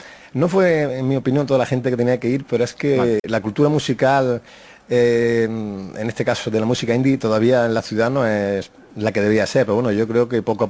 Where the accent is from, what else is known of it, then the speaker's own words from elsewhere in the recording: Spain; la hispanidad de cómo somos los españoles